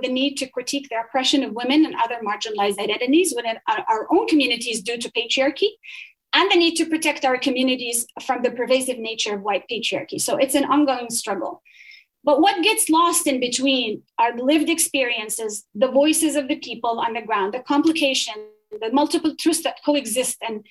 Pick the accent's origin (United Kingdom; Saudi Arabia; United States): Saudi Arabia; I looked at my experiences in the global South, growing up in Saudi Arabia to a Saudi family